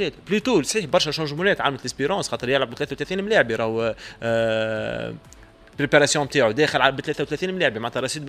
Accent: Tunisia; عندنا في تونس

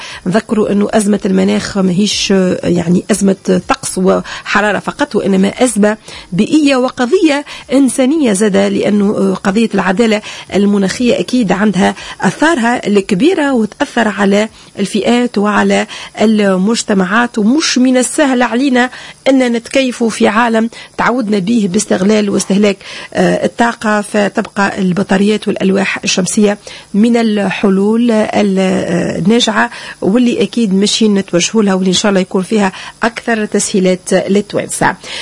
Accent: Tunisia; accent: Tunisian; ولهجتنا التونسية محلاها

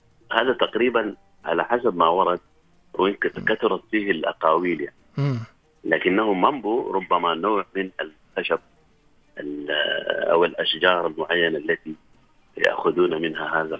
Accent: Sudan; نحن يحد السودان 8 دول.

